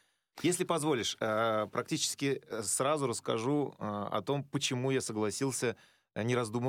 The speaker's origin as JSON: {"language": "Russian", "country": "Uzbekistan", "tie": "born or raised there", "moved": "yes", "said": "моя малая родина. Узбекистан."}